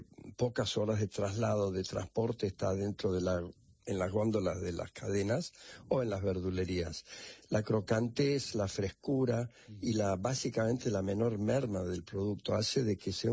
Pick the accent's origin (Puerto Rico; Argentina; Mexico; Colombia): Argentina; born there; No, escocés de origen. Mi padre escocés.